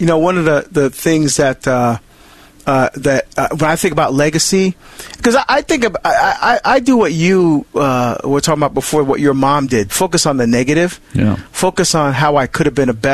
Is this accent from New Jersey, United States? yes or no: yes; New Jersey, United States; Anthony is calling from my home state of New Jersey